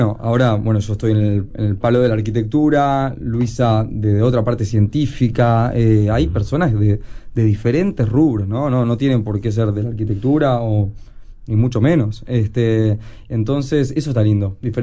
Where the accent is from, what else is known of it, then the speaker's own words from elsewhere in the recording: Montevideo, Uruguay; nosotros somos habitantes de Montevideo